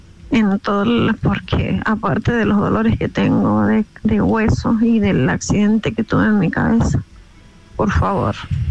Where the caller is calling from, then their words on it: Lavalle, Argentina; de La Valle.